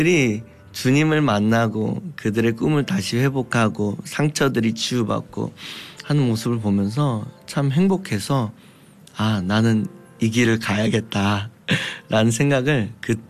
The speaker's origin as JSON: {"language": "Korean", "region": "Gwangju", "country": "South Korea", "said": "제가 이제 광주 사람입니다. 그래서 이제 광주 다시 와서 공익을 이렇게 하는데"}